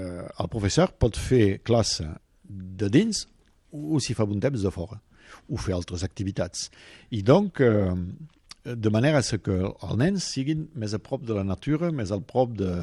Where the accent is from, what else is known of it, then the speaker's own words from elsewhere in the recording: Fourques, Occitania, France; jo em vaig regalar a Forques, és el meu poble.